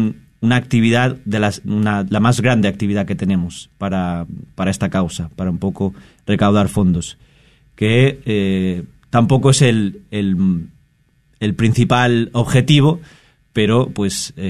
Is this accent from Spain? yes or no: yes; Spain; moved away as an adult; now in Dallas, United States; Yo soy de España